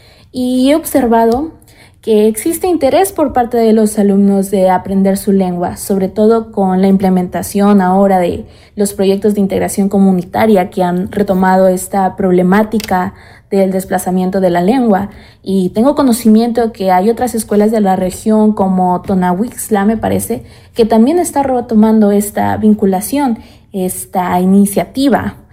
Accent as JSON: {"language": "Spanish", "region": "Tamaulipas", "country": "Mexico", "tie": "born or raised there", "moved": "yes", "lives_now": "Zacatlán de Bravo, Mexico", "said": "Soy originaria de Tamaulipas, pero he cumplido 3 años residiendo en Sayacatlán de Bravo, Ñusa. Tengo Oko Ui Kuya, o 22 años"}